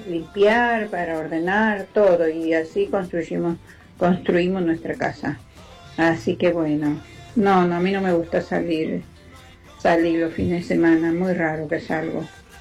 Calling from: Isidro Casanova, Buenos Aires Province, Argentina

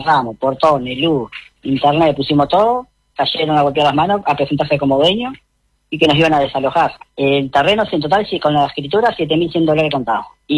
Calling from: Uruguay; porque como somos todos uruguayos los que compramos

